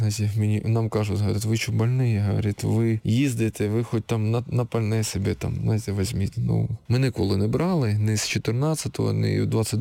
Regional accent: Berdiansk, Zaporizhzhia Oblast, Ukraine; ми з Бердянська, ми вже як місяць в окупації.

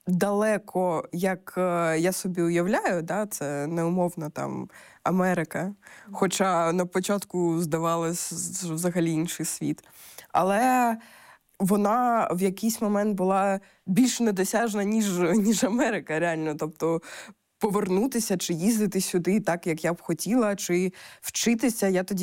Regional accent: Simferopol, Crimea, Ukraine; і я з Сімферополя.

